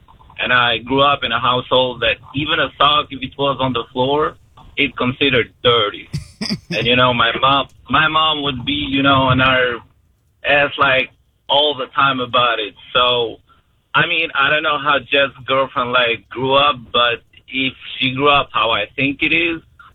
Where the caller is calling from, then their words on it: Albania; one thing about Albanians is that we're very big into having a tight space